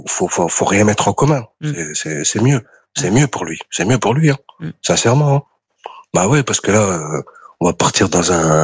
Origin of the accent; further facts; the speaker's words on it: France; born there; je suis né en France.